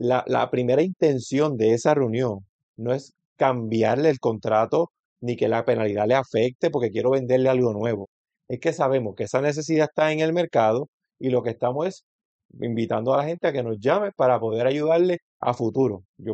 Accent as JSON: {"language": "Spanish", "town": "San Germán", "country": "Puerto Rico", "said": "me dijo que se había mudado a San Juan, pero yo soy de San Germán."}